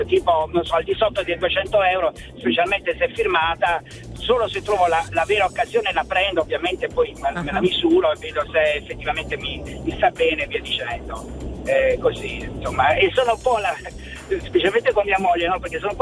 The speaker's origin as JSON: {"language": "Italian", "region": "Apulia", "country": "Italy", "tie": "born or raised there", "moved": "yes", "lives_now": "Veneto, Italy", "said": "vengo, sono originario della Puglia, però vivo e lavoro in Veneto"}